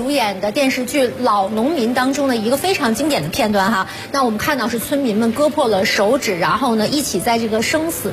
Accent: China

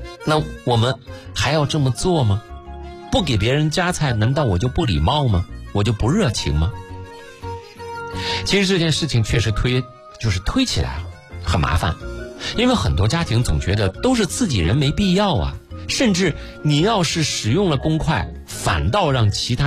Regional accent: China

